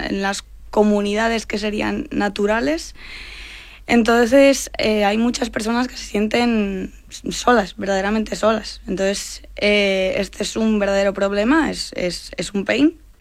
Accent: Asturias, Spain; Yo soy de Asturias.

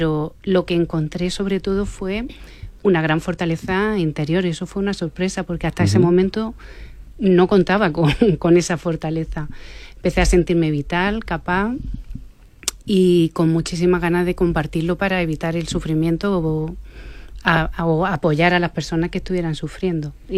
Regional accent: Andalusia, Spain; Como ha dicho bien Leticia, vengo de Almería, de un pueblo pequeño.

